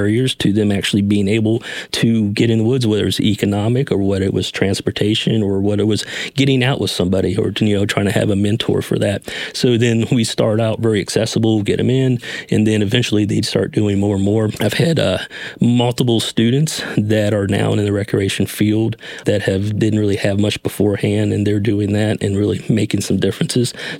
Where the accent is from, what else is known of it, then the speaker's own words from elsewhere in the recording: the South, United States; so it's about kind of some things from my childhood growing up in the South and that type of thing.